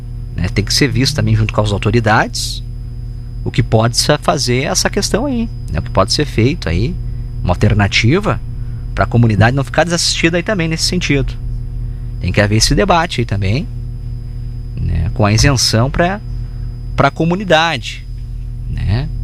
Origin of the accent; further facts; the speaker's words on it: Fontoura, Brazil; eu pago duas vezes pedágio para ir e voltar aí, inclusive, ó, para ir para Fontoura. E sou de Fontoura.